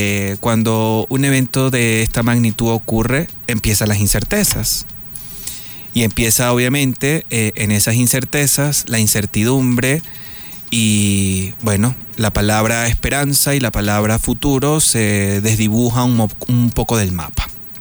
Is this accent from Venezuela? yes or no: yes; Venezuela; en mi país y en una parte de la costa de mi país, en el estado Vargas